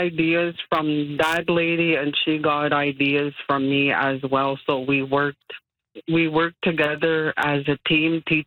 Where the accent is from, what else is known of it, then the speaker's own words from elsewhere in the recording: Goodfish Lake, Alberta, Canada; well, I'm originally from Goodfish Lake, Alberta.